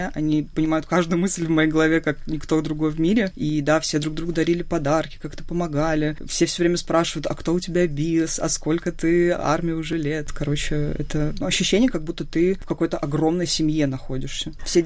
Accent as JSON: {"language": "Russian", "country": "Russia", "said": "я прям девочка из России"}